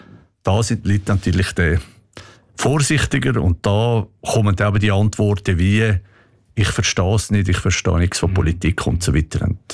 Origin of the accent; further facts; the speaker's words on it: Switzerland; Aber was sich natürlich ein bisschen geändert hat, dass als Schweizer ist man jetzt Bürger von einem nicht freundlichen Land.